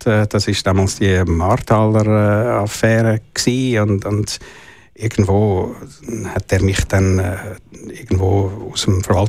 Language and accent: German; Zurich, Switzerland; zwischendrin bin ich mal ein Jahr zu Paris gewesen, aber sonst bin ich, fühle ich mich durch und durch als Zürcher.